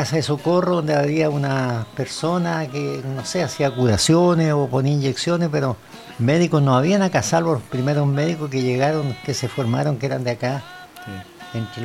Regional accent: Santiago, Santiago Metropolitan Region, Chile; Incluso yo que me crié en Santiago, cuando éramos niños mi madre nos aplicaba medicamentos del conocimiento ancestral que ella tenía de medicina acá en la comuna.

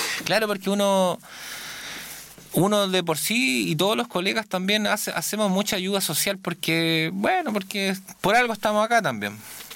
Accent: San Nicolás, Ñuble, Chile; porque hay tres … la comuna, de Rari, Paso Rari y de San Nicolás. Yo soy de los de San Nicolás.

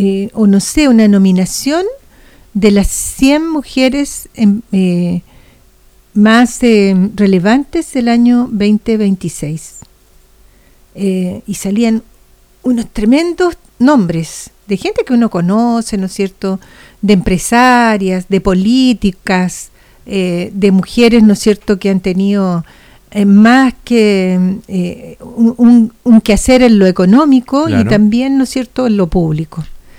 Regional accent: Chile

